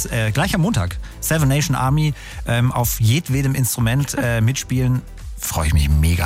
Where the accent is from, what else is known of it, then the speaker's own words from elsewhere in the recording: Schwieberdingen, Baden-Württemberg, Germany; Am Mittwoch fast in meiner Heimat in Schwieberdingen im Kreis Ludwigsburg.